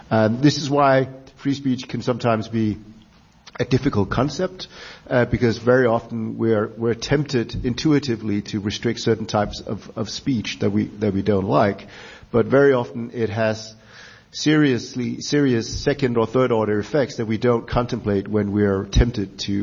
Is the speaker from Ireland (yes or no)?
no; Denmark; My home country, Denmark